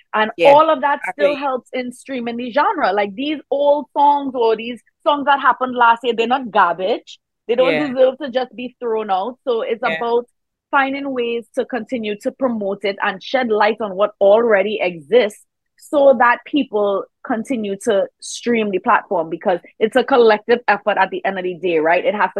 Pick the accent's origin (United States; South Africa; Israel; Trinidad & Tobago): Trinidad & Tobago; And I say, oh, I'm from Trinidad and Tobago. Do you know where that is?